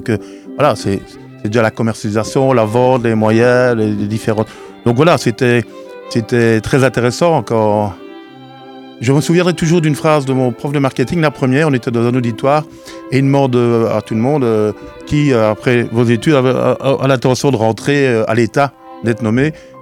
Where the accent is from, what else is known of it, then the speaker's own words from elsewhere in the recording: Verviers, Wallonia, Belgium; born there; now in Soiron, Belgium; Je suis né à Verviers, le 12 août 61, ça ne me rajeunit pas